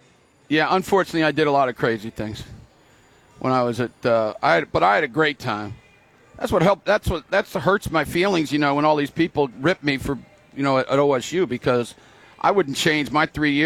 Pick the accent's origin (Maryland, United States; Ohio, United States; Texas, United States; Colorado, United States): Maryland, United States; I come from Maryland, and I am the scholar athlete of the entire state.